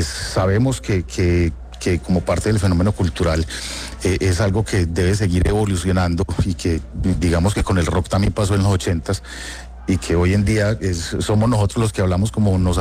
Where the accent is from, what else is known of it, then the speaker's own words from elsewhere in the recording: Medellín, Antioquia, Colombia; yo que soy de Medellín y crecí en Medellín en los 80s y 90s